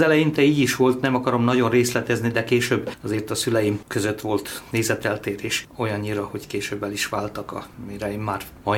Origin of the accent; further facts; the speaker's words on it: Pápa, Veszprém County, Hungary; Ha csak tehettem, itt voltam pápán. Pápán születtem, azóta is itt élek.